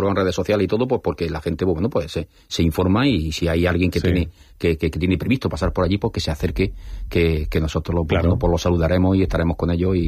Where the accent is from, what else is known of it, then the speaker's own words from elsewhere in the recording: Linares, Andalusia, Spain; un puñado de linarenses que vamos a estar allí